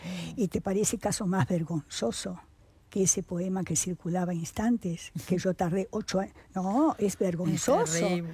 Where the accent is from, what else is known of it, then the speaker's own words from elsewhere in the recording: Cuba; Yo soy cubano, soy abogado, yo no.